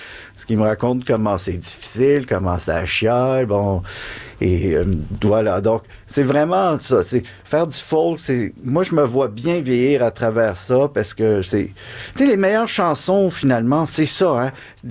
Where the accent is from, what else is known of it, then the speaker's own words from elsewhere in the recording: Quebec, Canada; Parce que j'habite, moi, on vient des Laurentides … j'habite là